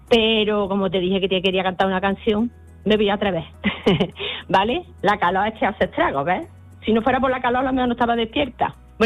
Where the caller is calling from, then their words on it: Córdoba, Andalusia, Spain; la cordobesa de los pies a la cabeza.